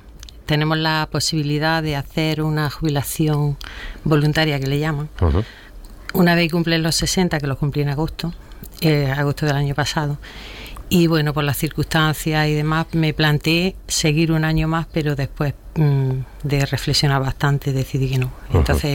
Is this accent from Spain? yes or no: yes; Guadix, Andalusia, Spain; yo soy de Granada, soy de la zona de Guadí, sí. Estudié en Guadí, uh-huh. Hice el BUP allí